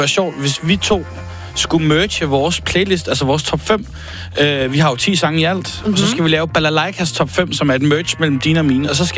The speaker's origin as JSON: {"language": "Danish", "town": "Silkeborg", "region": "Central Denmark Region", "country": "Denmark", "said": "Jeg er fra Silkeborg"}